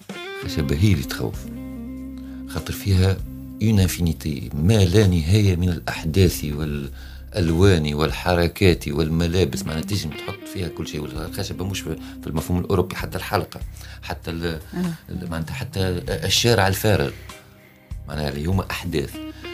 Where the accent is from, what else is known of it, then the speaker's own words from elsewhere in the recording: Tunisia; يعني أنا مسرحي تونسي.